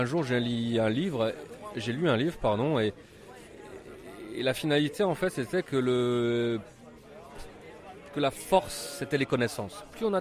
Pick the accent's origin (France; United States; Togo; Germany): France; Grand Est; accent: Alsatian; je suis alsacien, peut-être ça s'entend